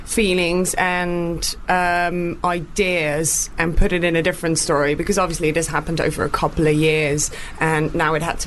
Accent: Netherlands; moved away; because I'm from the Netherlands

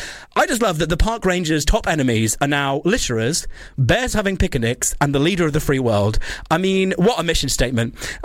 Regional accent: South West England, United Kingdom; Dorset Council, one close to my heart, my Dorset Council, probably my hometown council, has voted to scrap free evening parking in favour of 24/7 charges.

